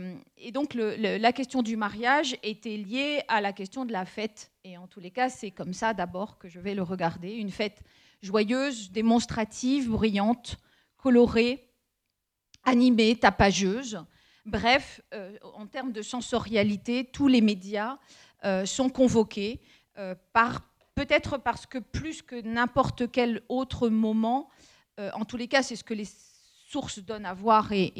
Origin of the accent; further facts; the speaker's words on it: Trébeurden, Brittany, France; moved away as an adult; also born or lived in Rennes; je viens d'un petit village de Bretagne, des Côtes d'Armor qui s'appelle Trébeurden. Et l'horizon pour moi, c'était alors plutôt agréable. Hein, c'était la plage de Trébeurden. Et j'ai fait mes études à Rennes 2 et j'ai passé mon bac en breton.